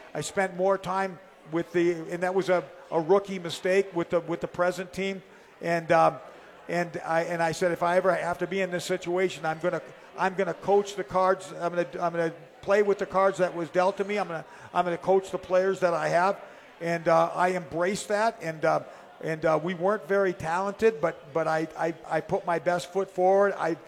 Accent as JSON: {"language": "English", "region": "Minnesota", "country": "United States", "tie": "born or raised there", "said": "He and I grew up together on the Iron Range"}